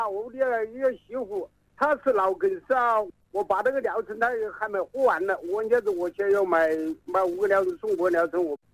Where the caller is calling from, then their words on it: Xiantao, Hubei, China; 我是仙桃市的人。